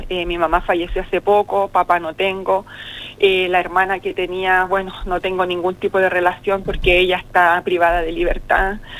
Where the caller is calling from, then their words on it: Iquique, Tarapacá, Chile; Yo soy de Iquique.